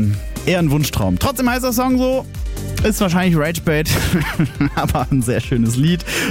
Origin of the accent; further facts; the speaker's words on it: Bavaria, Germany; Leute, ich komme ja aus Franken und da sagen wir zum heutigen Tag schöner Donnerstag.